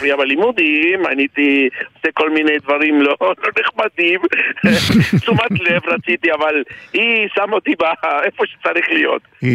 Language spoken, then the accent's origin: Hebrew; Argentina; now in Israel; שאני מאוד אוהב בתור ארגנטינאי